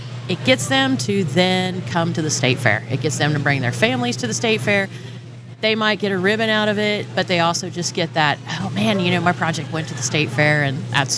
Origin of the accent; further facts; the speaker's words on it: Wellington, Kansas, United States; then I moved to Abilene and then finally back down to kind of where I grew up around the Wellington area. So I've been there for 18 years now.